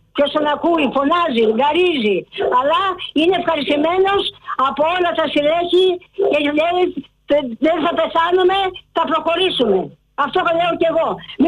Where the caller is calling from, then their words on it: Athens, Attica, Greece; Εδώ. Στα Πατήσια. Εδώ στην Αγίου Μελετίου.